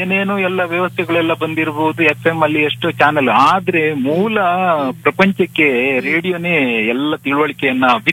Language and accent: Kannada; Karnataka, India; born there; ಹುಟ್ಟಿದರೆ ಕನ್ನಡ ನಾಡಿನಲ್ಲಿ ಹುಟ್ಟಬೇಕು. ನಾನು ಕನ್ನಡದಲ್ಲೇ ಹುಟ್ಟಿದವನು.